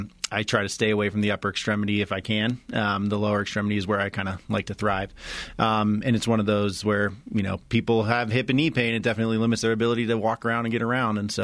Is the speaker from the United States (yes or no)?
yes; Boulder, Colorado, United States; also born or lived in Chicago / Massachusetts; I am a Colorado native, grew up in Boulder. I went to college in Denver at Regis University, played baseball there, and then did my college and med school here in Colorado.